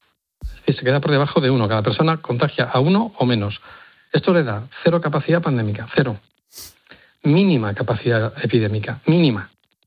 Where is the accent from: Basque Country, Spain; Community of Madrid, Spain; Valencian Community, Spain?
Community of Madrid, Spain; Madrid; now in Seville, Spain; aunque estoy en Sevilla soy madrileño y mis padres viven al lado